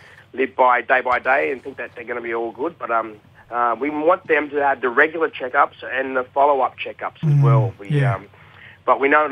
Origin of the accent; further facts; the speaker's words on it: Sydney, New South Wales, Australia; I'm born and bred on Gadigal country, Bidjigal country here in Sydney, and this is where I live.